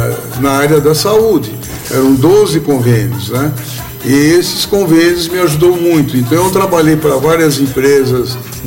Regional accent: São Paulo, Brazil; moved away as an adult; also born or lived in Taubaté; now in Campos do Jordão, Brazil; Nascido e criado em São Paulo, descendente de mineiros, família mineira.

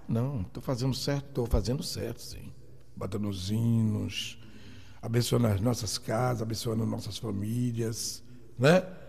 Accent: Brazil; Somos brasileiros.

